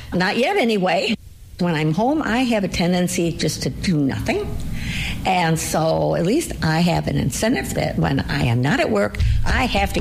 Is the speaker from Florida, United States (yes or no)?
no; Benton Harbor, Michigan, United States; born there; now in St. Joseph Township, United States; I was born in Mercy Hospital in Benton Harbor, and now I live in St. Joe Township, where I want to be.